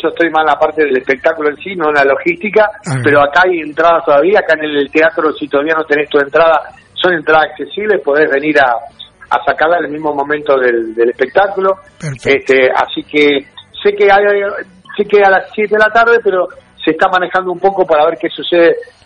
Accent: Venado Tuerto, Santa Fe, Argentina; Yo, por ejemplo, soy de Venado Tuerto, Santa Fe

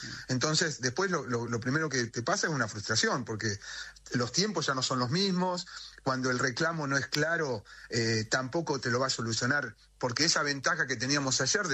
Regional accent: La Pampa, Argentina; Yo vengo de La Pampa, vengo de una pyme de ganadería, de cría

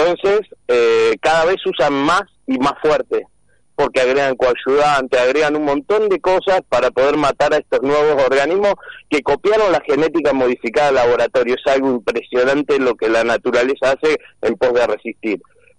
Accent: Carlos Keen, Buenos Aires, Argentina; el pueblo donde yo nací, me crié y sigo viviendo

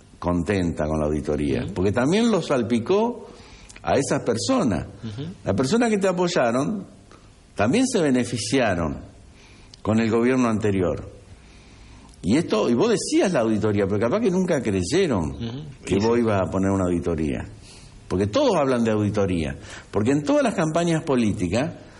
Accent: Santa Fe, Argentina; moved away; la ruta que la 178, la que iba desde Rosario hasta mi pueblo y seguía

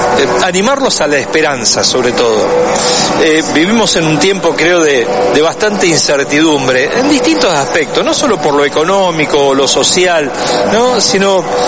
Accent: Capitán Bermúdez, Santa Fe, Argentina; moved away; also born or lived in Calchaquí, Santa Fe; en un pueblo que se llama Calchaquí. Me crié en el Gran Rosario, en una ciudad que se llama Capitán Bermúdez, entre Rosario y San Lorenzo.

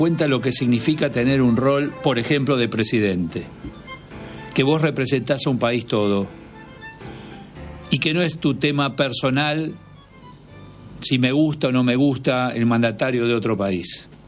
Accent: Argentina; nosotros como argentinos necesitamos nivelar hacia arriba

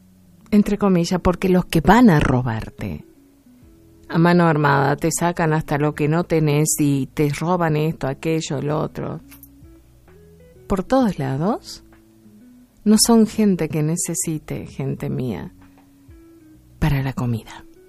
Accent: Argentina; estoy en mi Argentina, y soy argentina y amo la Argentina, la amo.

